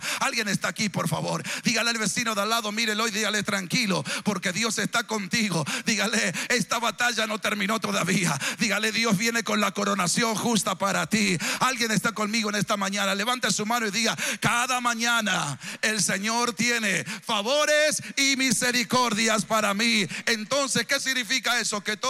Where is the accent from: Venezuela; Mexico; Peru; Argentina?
Argentina; en Argentina nosotros sacamos pecho como argentinos.